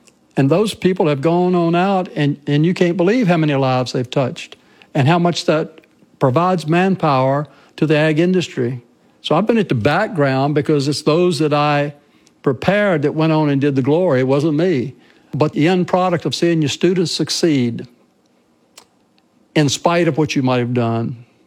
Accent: Virginia, United States; I'm not an Ohio native. I grew up in Southern Virginia, and my ag teacher saw something in me I didn't see in myself, and that started the journey.

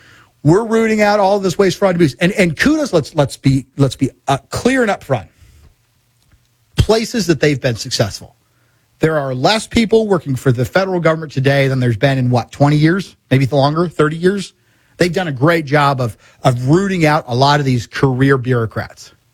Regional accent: Missouri, United States; I'm from Missouri. We've had our own situation.

